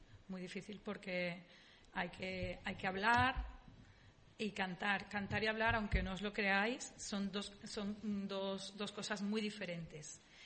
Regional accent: Madrid, Community of Madrid, Spain; now in Sanlúcar de Barrameda, Spain; Pues mira, yo que soy de origen madrileño, para mí Sanlúcar de Barrameda es yo porque he vivido en muchos sitios.

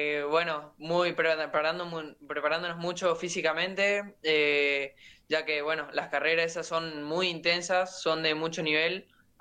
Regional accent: Puerto Rico, Misiones, Argentina; Sí, de Puerto Rico.

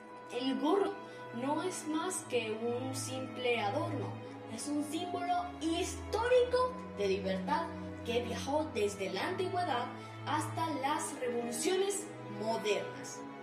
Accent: Venezuela

